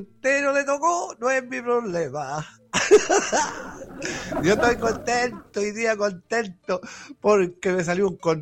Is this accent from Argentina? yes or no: no; Chile; Ahí está Cullipulli. Es que andaba tanto en mi ciudad yo ya. O sea, en mi país, perdón.